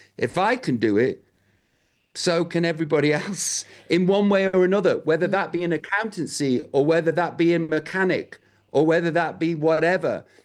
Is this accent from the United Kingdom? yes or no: yes; Stoke-on-Trent, West Midlands, United Kingdom; I am from Stoke-on-Trent.